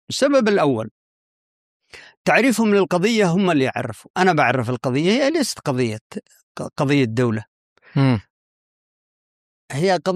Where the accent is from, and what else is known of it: Yemen